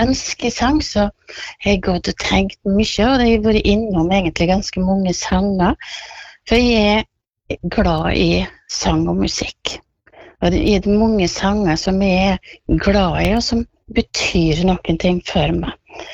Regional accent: Aukra, Møre og Romsdal, Norway; now in Fitjar, Norway; Jeg er fra Aukra, vokste opp der, men nå bor jeg på Fitjar, stort. Ikke så langt fra Bergen.

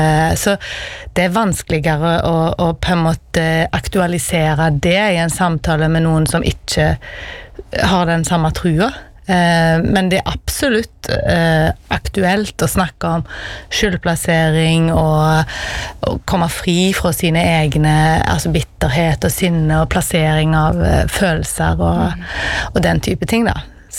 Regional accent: Karmøy, Rogaland, Norway; jeg kommer fra Karmøy.

